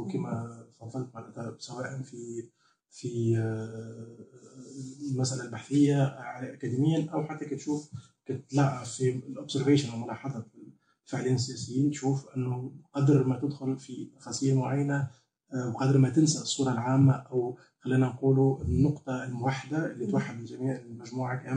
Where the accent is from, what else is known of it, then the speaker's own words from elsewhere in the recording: Sousse, Sousse Governorate, Tunisia; بيتي من سوسه، مولود في سوسه، دونك بيتي بيئه بتونسيه عاديه جدا